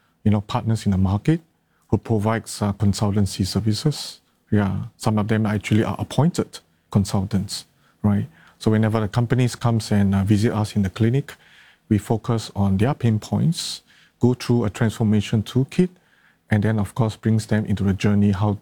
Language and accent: English; Singapore; Being a Singaporean, so I'm being an entrepreneur, you know, at the site, you know, I face many challenges.